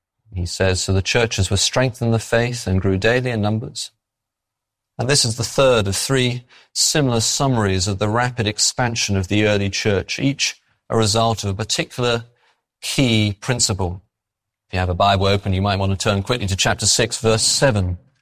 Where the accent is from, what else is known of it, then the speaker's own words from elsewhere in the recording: England, United Kingdom; Now, I'm English.